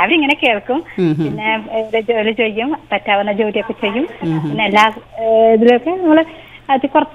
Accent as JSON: {"language": "Malayalam", "town": "Kannur", "region": "Kerala", "country": "India", "tie": "born or raised there", "moved": "as an adult", "lives_now": "Shoranur, India", "said": "കണ്ണൂര് തന്നെയാണ് എനിക്കിഷ്ടം. എന്റെ ജന്മനാട് എനിക്കിഷ്ടം."}